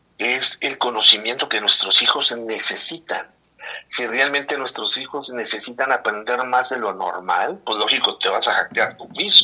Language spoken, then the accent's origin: Spanish; Mexico; Es completamente diferente a somos mexicanos.